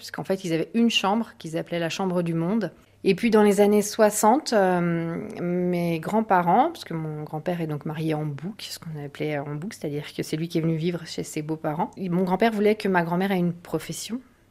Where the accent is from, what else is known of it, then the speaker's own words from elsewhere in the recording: La Compote, Auvergne-Rhône-Alpes, France; born there; j'ai 49 ans, j'habite à La Compote depuis toujours, je suis maman de 2 enfants